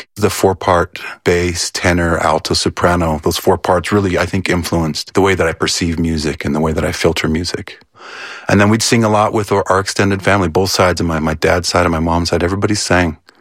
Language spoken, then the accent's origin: English; Orem, Utah, United States; moved away as an adult; From Orem, yeah. We moved to Orem in the mid-70s, and just was a, kind of an idyllic time to grow up for Gen Xers